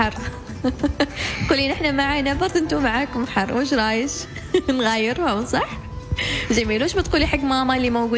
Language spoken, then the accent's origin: Arabic; Oman; لكي دائما نفتخر ونفاخر كوننا عمانيين.